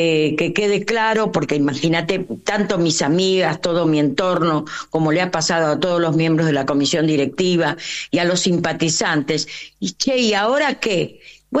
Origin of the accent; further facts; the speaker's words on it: Argentina; born there; Yo soy argentina hasta la médula, porque nací en la Argentina, pero yo no puedo negar que tengo sangre caboverdiana.